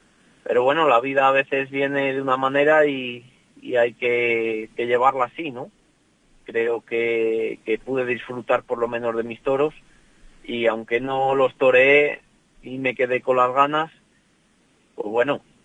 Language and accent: Spanish; Peñaranda de Bracamonte, Castile and León, Spain; Peñaranda pues es mi tierra, ¿no? Es donde yo vivo todos los días, donde convivo con la gente